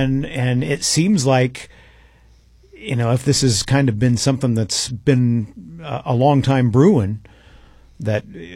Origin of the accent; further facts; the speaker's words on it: Greenfield, Illinois, United States; moved away; I'm from Greenfield.